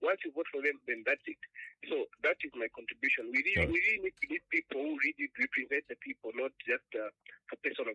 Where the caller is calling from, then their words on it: Lusaka, Lusaka Province, Zambia; I'm calling from Lusaka.